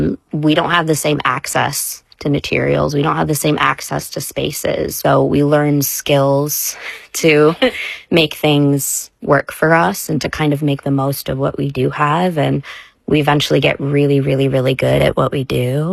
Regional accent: United States

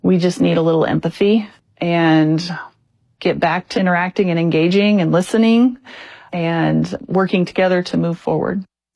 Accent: Urbana, Illinois, United States; born or raised there; now in Monticello, United States

